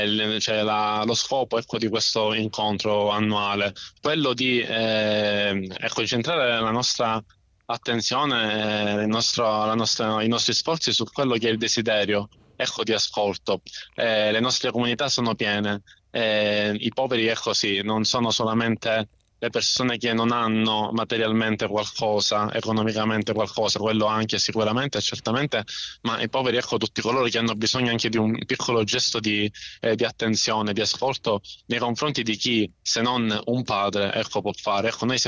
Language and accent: Italian; Palermo, Sicily, Italy; Io, per esempio, vengo da Palermo